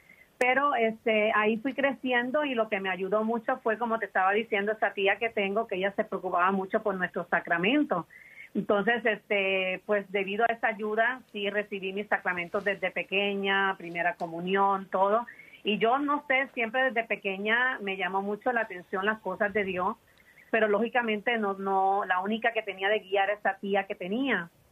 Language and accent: Spanish; Puerto Rico; moved away as an adult; now in United States; pues en mi país era un poquito difícil encontrar el trabajo, pues eso fue lo que nos hizo dar el cambio a Estados Unidos, porque mi esposo pues trabajó para ser mecánico de avión, y entonces en Puerto Rico los trabajos no eran tan fáciles entrar en esa área